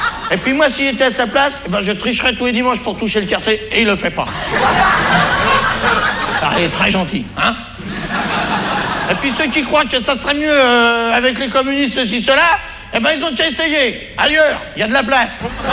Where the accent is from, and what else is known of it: France